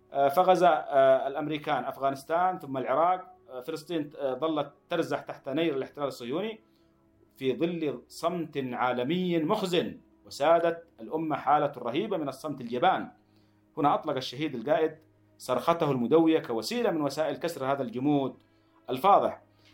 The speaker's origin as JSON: {"language": "Arabic", "country": "Yemen", "said": "نحن اليوم كيمنيين"}